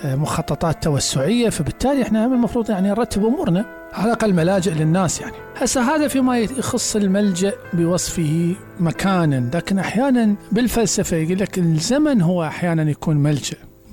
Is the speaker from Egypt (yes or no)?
no; Iraq; إحنا كعراقيين